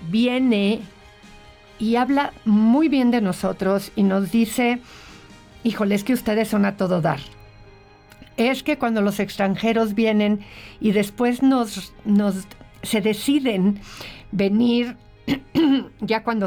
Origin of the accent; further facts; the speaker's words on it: Mexico; el espíritu que nos define como mexicanos